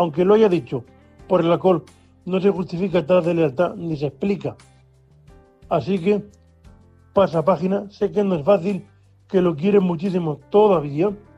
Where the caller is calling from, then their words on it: Murcia, Region of Murcia, Spain; un saludo desde Murcia.